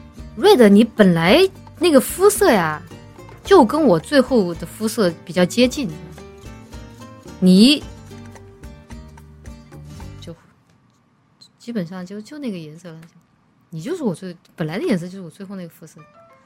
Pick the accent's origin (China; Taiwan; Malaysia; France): China; Chongqing; 我以为只有我们重庆人不会骑自行车。